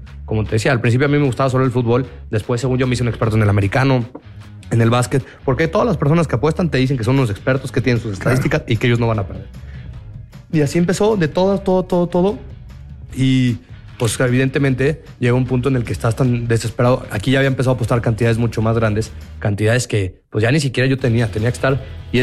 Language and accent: Spanish; San Luis Potosí, Mexico; Yo soy de San Luis Potosí.